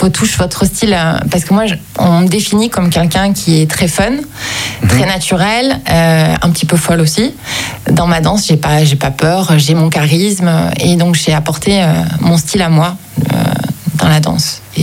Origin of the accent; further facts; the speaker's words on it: Montpellier, Occitanie, France; je suis à Montpellier, j'ai eu plein de propositions pour vivre à l'étranger, mm-hmm. et Montpellier, c'est mon berceau à moi.